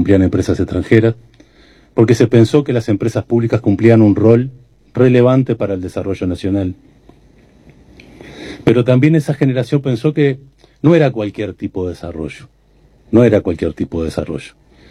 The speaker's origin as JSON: {"language": "Spanish", "country": "Uruguay", "said": "empezamos a dar los primeros pasos como uruguayos"}